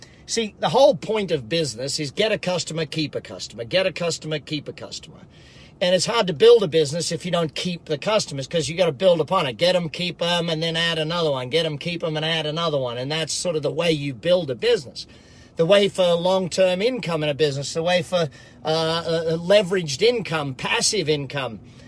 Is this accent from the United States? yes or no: no; Australia; get all my skin checked for those cancers. growing up in Australia.